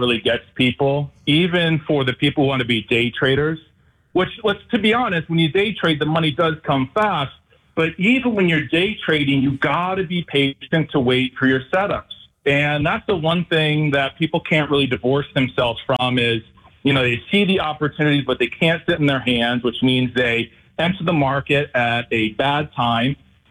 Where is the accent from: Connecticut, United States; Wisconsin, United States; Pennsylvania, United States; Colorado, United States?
Connecticut, United States; now in Dallas, United States; I grew up in Connecticut, just right there on the New York border. And I come from a big extended family